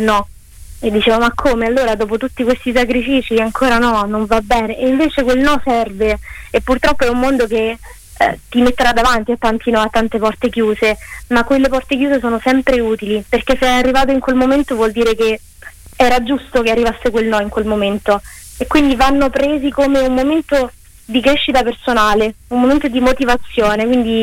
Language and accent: Italian; Rome, Lazio, Italy; Sono di Roma.